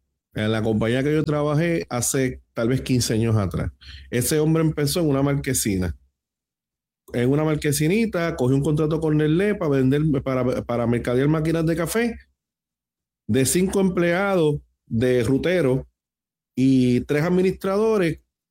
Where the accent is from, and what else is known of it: Puerto Rico